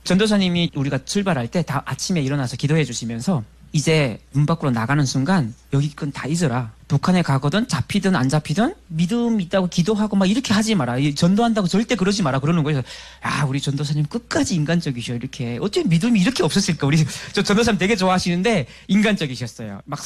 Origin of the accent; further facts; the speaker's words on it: North Korea; now in South Korea; 저는 98년에 처음으로 탈북했기 때문에 5년 만에 이제 고향 땅을 밟는 거였거든요.